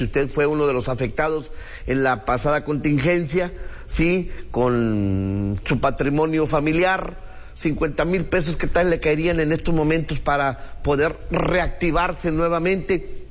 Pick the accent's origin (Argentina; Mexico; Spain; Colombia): Mexico; como buenos mexicanos siempre decimos, no me va a pasar.